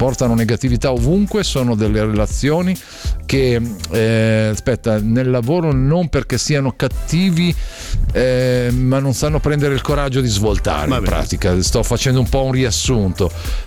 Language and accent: Italian; Switzerland; sono svizzera, mi hanno licenziata a 53 anni dopo 20 di lavoro e dopo il Covid.